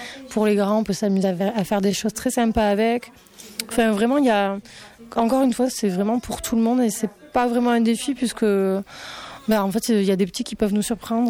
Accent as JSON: {"language": "French", "town": "Argelès-Gazost", "region": "Occitanie", "country": "France", "said": "moi, déjà, personnellement, j'habite pas loin. Enfin, je suis d'Argelès."}